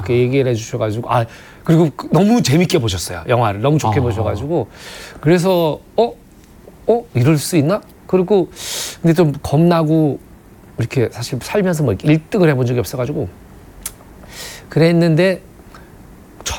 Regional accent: South Korea; 저는 우리 한국인들이 진짜 대단한 사람들인 것 같아요.

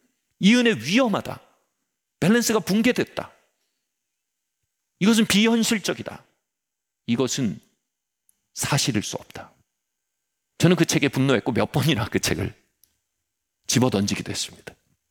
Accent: South Korea; 나는 한국에서 온 대학생입니다.

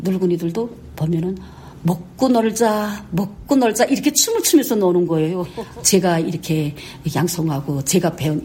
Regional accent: Wonsan, Kangwon, North Korea; 가고 싶은 거는 당연하게 저희 고향이죠. 특히나 저희 송도원이라고 할 때는 거기는 놀이터들이 있고

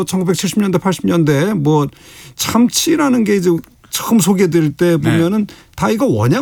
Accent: Gangneung, Gangwon, South Korea; 제가 이제 고향이 강릉이다 보니까

